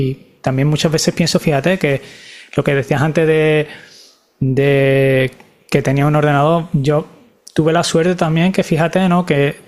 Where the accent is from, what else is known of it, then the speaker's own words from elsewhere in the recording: Seville, Andalusia, Spain; now in Barcelona, Spain; yo soy de Sevilla, pero estoy viviendo en Barcelona